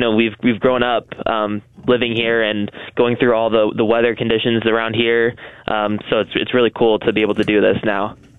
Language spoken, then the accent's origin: English; Lee's Summit, Missouri, United States; I am from Lee's Summit, Missouri, which is a suburb outside of Kansas City.